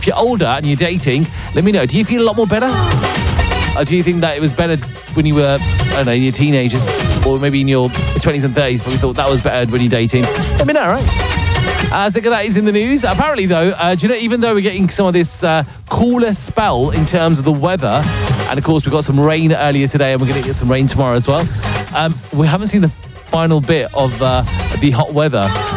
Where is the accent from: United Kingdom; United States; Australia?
United Kingdom; Birmingham, West Midlands; Laika Radio launches in full force in Birmingham, my hometown, and of course, my neck of the woods.